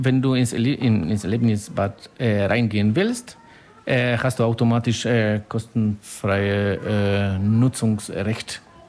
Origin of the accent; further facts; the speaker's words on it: Silesian Voivodeship, Poland; German is a second language; now in Ulm, Germany; Ich komme direkt aus Polen, in Südpolen, in der Nähe von Katowice, aus Oberschlesien. Bin genauso so stolz wie die bayerische Anwohner hier in Deutschland. Das ist ziemlich ähnliche Mentalität und so. Da sind meine Wurzel, das ist meine Familie.